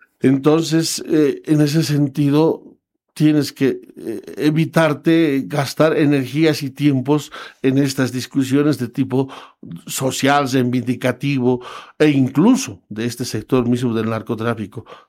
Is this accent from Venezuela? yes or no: no; Bolivia; yo soy boliviano